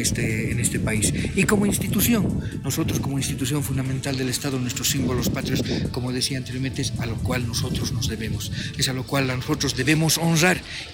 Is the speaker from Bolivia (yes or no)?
yes; Bolivia; born there; Como boliviano, en primer lugar, nuestros símbolos patrios es a lo cual yo me debo. Yo he nacido en este país, yo soy parte de este Estado Plurinacional